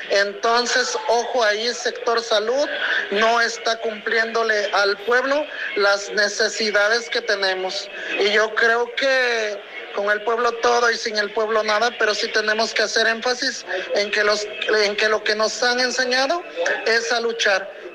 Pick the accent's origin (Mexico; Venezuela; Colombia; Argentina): Mexico; Zongolica, Veracruz; las zonas indígenas marginadas de Zongolica, de la parte de donde yo soy originario.